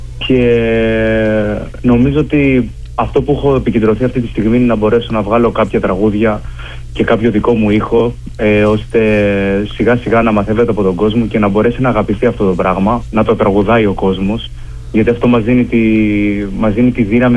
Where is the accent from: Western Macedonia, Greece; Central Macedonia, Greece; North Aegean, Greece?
North Aegean, Greece; Mytilene; moved away as an adult; now in Athens, Greece; μεγάλωσα στην Μυτιλήνη, οπότε ήρθα στην Αθήνα για σπουδές οικονομικά